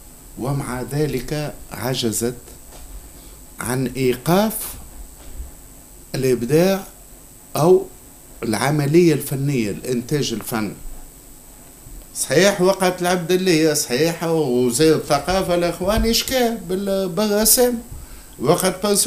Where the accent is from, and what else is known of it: Tunisia